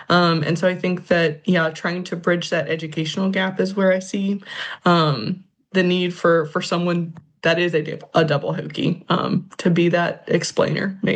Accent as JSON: {"language": "English", "region": "Virginia", "country": "United States", "tie": "born or raised there", "said": "I'm from Washington County and was raised by folks that were, you know, impacted by the legacy of coal and definitely grew up around the decline of coal within Southwest Virginia"}